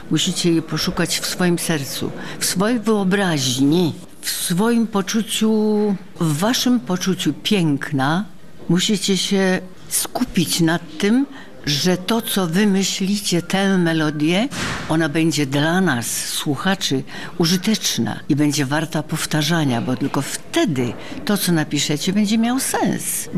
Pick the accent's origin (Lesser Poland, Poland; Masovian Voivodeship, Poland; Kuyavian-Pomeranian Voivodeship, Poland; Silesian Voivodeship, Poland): Kuyavian-Pomeranian Voivodeship, Poland; Solec Kujawski; moved away; also born or lived in Papowo Biskupie; ja się urodziłam co prawda w Papowie Biskupim koło, bo jest to wieś koło Chełmży i Chełmna, ale mając rok, moi rodzice przenieśli się do Solca Kujawskiego i tutaj byłam do roku 40 chyba 7 albo 8